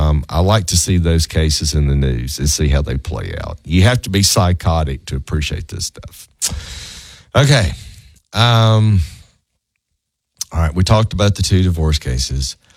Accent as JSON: {"language": "English", "region": "Southern United States", "country": "United States", "accent": "Southern", "said": "overlook my Southern accent."}